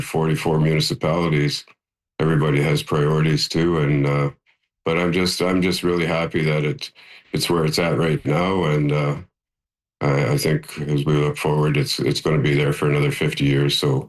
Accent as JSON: {"language": "English", "town": "Thessalon", "region": "Ontario", "country": "Canada", "tie": "born or raised there", "said": "announce another school right here in my hometown of Thessalon for public school."}